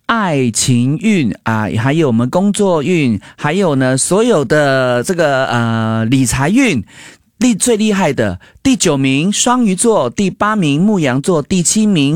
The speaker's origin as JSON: {"language": "Chinese", "country": "Taiwan", "tie": "born or raised there", "moved": "yes", "said": "可能我小时候在台湾的时候"}